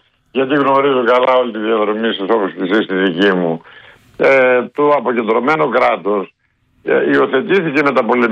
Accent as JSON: {"language": "Greek", "region": "Macedonia", "country": "Greece", "said": "Η Χαλκιδική την ξέρω λίγο καλύτερα από εκείνον, ως Μακεδόνας."}